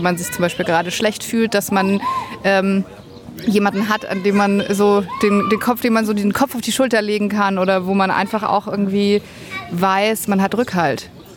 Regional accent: Augsburg, Bavaria, Germany; weil Hanna kommt aus Berlin, ich komme aus Augsburg und wir treffen uns so dreimal im Jahr in Erfurt.

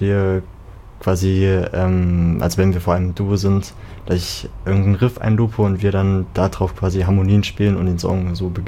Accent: Germany; born there; first language Slovenian; in Deutschland

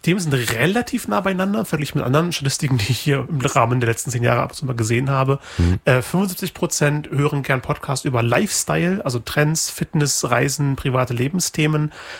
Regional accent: Braunschweig, Lower Saxony, Germany; now in Leipzig, Germany; Ich weiß, in Braunschweig, wo ich aufgewachsen bin, gibt es Radio Okerwelle. Da habe ich Schülerpraktikum gemacht. In Leipzig, wo ich inzwischen wohne, gibt es Radio Blau.

